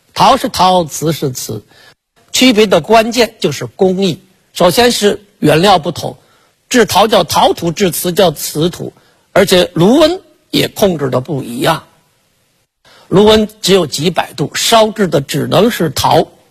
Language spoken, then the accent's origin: Chinese; China